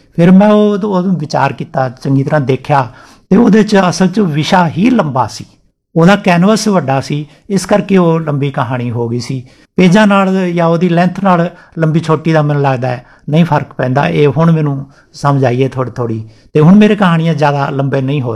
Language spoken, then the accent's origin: Punjabi; Rajasthan, India; first language Rajasthani; Punjabi is a second language; ਮੈਂ ਸਿੱਧਾ ਰਾਜਸਥਾਨੀ 'ਚ ਕੀਤਾ ਕਿਉਂਕਿ ਮੇਰੀ ਮਾਂ ਬੋਲੀ ਰਾਜਸਥਾਨੀ ਹੈ